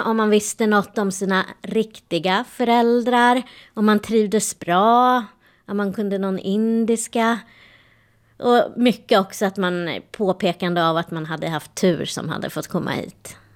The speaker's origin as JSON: {"language": "Swedish", "country": "Sweden", "tie": "born there", "also_born_or_lived": "India", "said": "jag svarade att jag var adopterad från Indien. Sen fick jag många frågor om jag trivdes, hur det var här i Sverige."}